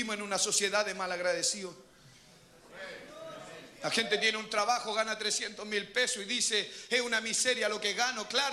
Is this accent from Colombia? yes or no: no; Chile; also born or lived in Ecuador; Señor, ¿para qué lugar estará Chile? ¿Dónde estará mi tierra?